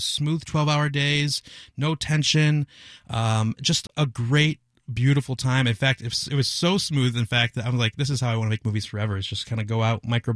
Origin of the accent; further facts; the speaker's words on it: Ohio, United States; moved away as an adult; also born or lived in Chicago; he and I grew up in Ohio together.